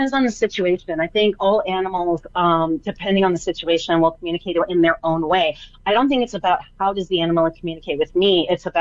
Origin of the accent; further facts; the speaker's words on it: Canada; I'm Canadian, I'll still say that.